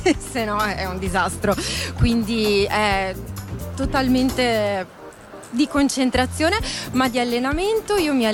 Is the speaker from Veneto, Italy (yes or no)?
yes; Verona, Veneto, Italy; io sono di Verona